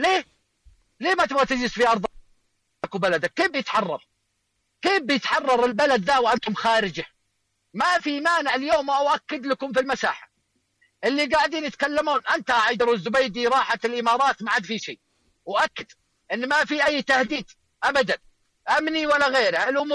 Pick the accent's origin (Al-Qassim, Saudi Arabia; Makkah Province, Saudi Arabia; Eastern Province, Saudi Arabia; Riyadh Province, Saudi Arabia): Riyadh Province, Saudi Arabia; Riyadh; مسكنا عندنا في الرياض فوق 1400 قطعه،